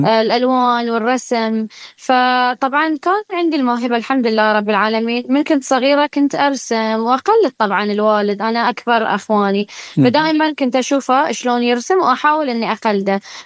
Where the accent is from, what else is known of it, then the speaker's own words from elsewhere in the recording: Bahrain; البحرين الوطن الأرض هي اللي تلهمني دائما. حتى المنزل اللي أنا عشت فيه هو منزل جدتي، المكان اللي أنا تربيت فيه